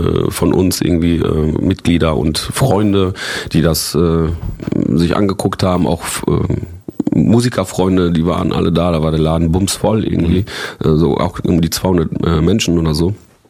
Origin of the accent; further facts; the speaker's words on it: Recklinghausen, North Rhine-Westphalia, Germany; beim Kinderjugendparlament in Recklinghausen, also in meiner Heimatstadt, wo ich jetzt zu der Zeit weiter, also wo ich halt immer noch lebe